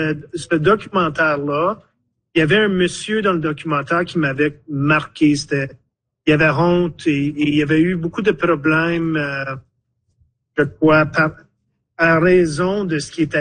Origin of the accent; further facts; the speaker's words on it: Ontario, Canada; Donc, en grandissant dans le Nord, mon père était camionneur. On passait souvent par le monument de Resource Siding qui est tout près là, entre Hearst.